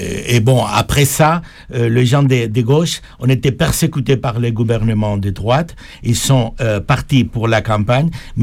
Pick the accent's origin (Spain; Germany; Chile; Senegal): Spain; accent: Spanish; now in Paris, France; Je suis espagnol